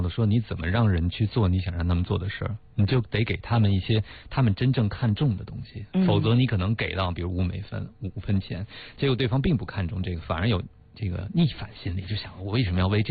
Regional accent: China; 我们中国人

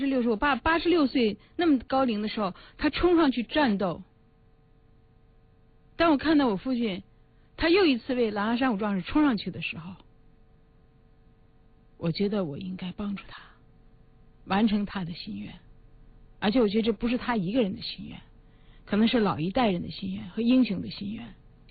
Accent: Beijing, China; 因为我北京人，北京生，北京长。

